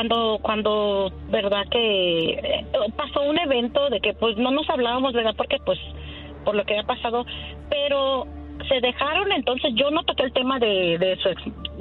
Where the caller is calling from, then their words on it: Oklahoma, United States; Desde Oklahoma